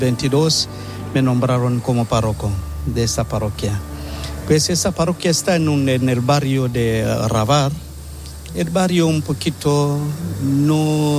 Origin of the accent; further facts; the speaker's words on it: Njombe, Tanzania; Spanish is a second language; now in Barcelona, Spain; Soy de Tanzania, de la diócesis de Njombe